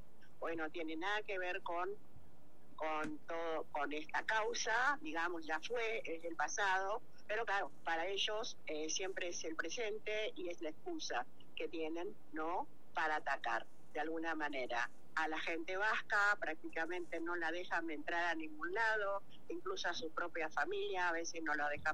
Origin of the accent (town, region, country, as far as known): Argentina